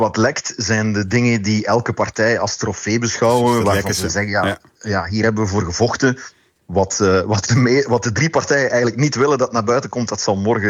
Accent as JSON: {"language": "Dutch", "region": "Flanders", "country": "Belgium", "said": "wij in Vlaanderen"}